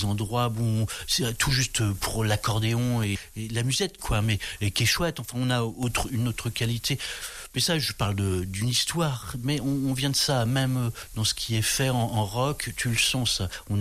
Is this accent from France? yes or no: yes; Brittany, France; Je suis hyper bien en Bretagne. Enfin, je suis breton à mort, quoi.